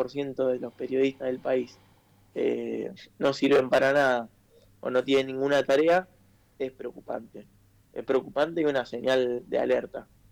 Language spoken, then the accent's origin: Spanish; Pavón Arriba, Santa Fe, Argentina; Soy de Pavón Arriba, un pueblo que queda a 40 kilómetros de Rosario.